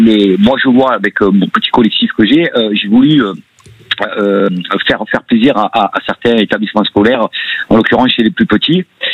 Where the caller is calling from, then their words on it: Nîmes, Occitanie, France; Moi, j'habite à Nîmes.